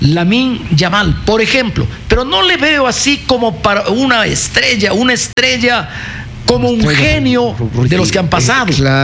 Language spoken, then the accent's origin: Spanish; Ecuador; nosotros somos ecuatorianos.